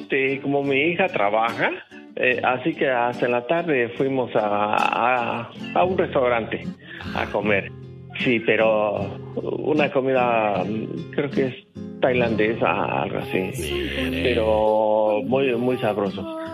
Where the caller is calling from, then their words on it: Guanajuato, Mexico; Yo soy de Guanajuato.